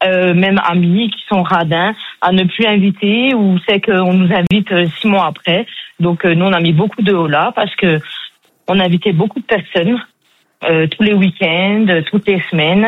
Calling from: Bourgogne-Franche-Comté, France; De Panchéba, dans le 70.

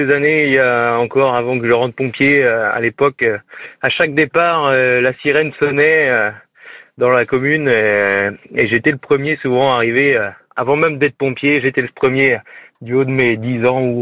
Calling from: Brittany, France; Je vous appelle des Côtes d'Armor à Hainaut.

